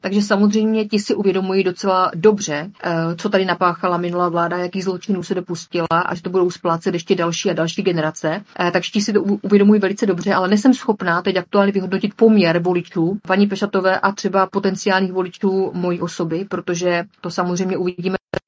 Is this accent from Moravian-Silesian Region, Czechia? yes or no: yes; Moravian-Silesian Region, Czechia; miluji můj region, miluji Beskydy. Jsem holka z Podbeskydí